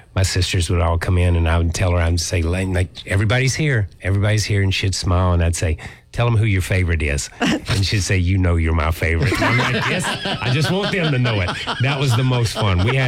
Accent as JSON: {"language": "English", "region": "the South", "country": "United States", "said": "First, I'm from the South. And if you're from the South, you call your mom every day, no matter what."}